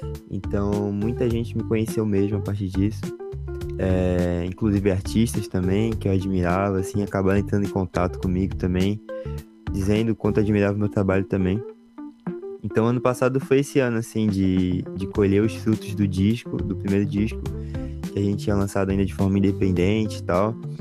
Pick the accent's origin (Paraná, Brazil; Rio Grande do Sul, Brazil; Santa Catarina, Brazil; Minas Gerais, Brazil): Santa Catarina, Brazil; Florianópolis; para quem não me conhece, eu sou aqui de Floripa, como já foi comentado.